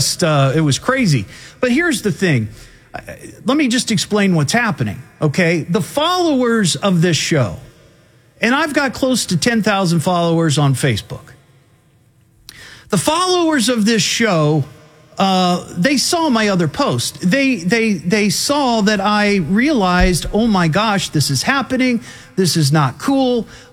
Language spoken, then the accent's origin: English; Beavercreek, Ohio, United States; the Beavers Mini Mart in Beaver Creek, my hometown right there. Corner of Haynes and Lance Road, spent many a quarter playing their Pac-Man machine when I was a youngster.